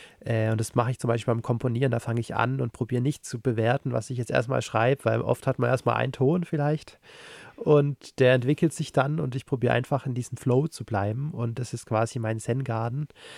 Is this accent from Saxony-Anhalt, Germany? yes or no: no; Unterensingen, Baden-Württemberg, Germany; aber auch nicht so weit weg von meiner Heimat, Stuttgart-Region, Unterenzingen, Nürtingen.